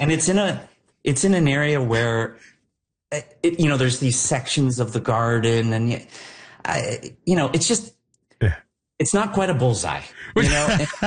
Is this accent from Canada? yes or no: yes; Oshawa, Ontario, Canada; moved away; we always said we were from Oshawa.